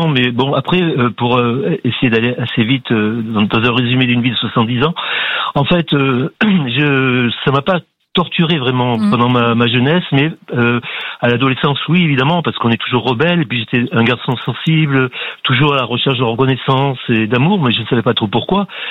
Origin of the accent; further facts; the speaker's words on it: Nouvelle-Aquitaine, France; ça m'a permis de trouver d'où je venais, d'un petit village de la Dordogne.